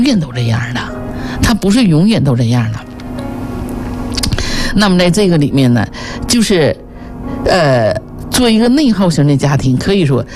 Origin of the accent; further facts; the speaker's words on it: Northeast China, China; accent: Northeastern dialect; 用我们东北话叫五马长枪